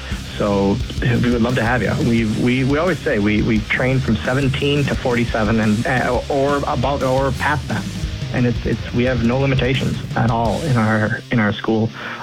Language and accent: English; Oshkosh, Wisconsin, United States; so we started 13 years ago in Oshkosh, my hometown, my whole life. I've lived here literally my whole life.